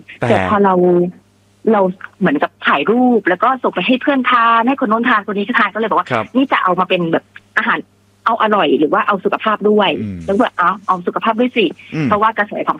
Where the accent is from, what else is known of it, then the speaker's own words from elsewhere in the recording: Phatthalung, Thailand; แต่เราเป็นสาวใต้เป็นสาวพัทลุงจากกลาโนล่าเราก็เลยมาแปลงเป็น…ค่ะ